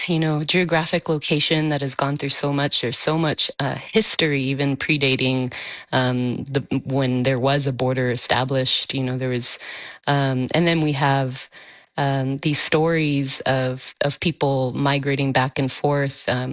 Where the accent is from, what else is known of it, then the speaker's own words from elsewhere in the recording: El Paso, Texas, United States; I grew up in El Paso